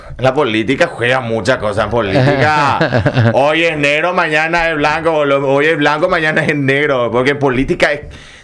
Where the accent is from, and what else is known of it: Paraguay